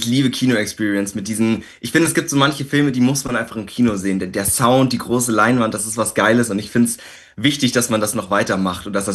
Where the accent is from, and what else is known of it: Landsberg am Lech, Bavaria, Germany; born there; moved away as an adult; now in Berlin, Germany